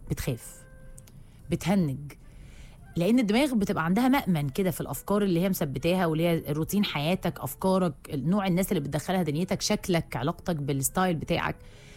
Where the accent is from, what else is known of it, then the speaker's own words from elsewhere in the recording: Egypt; احنا كمصريين وكعرب